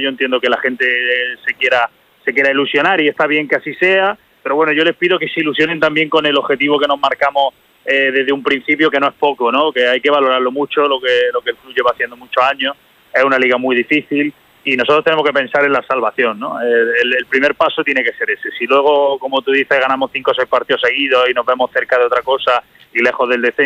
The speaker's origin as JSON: {"language": "Spanish", "town": "Granada", "region": "Andalusia", "country": "Spain", "moved": "as an adult", "lives_now": "Córdoba, Spain", "said": "Yo soy de Granada, yo soy granadino."}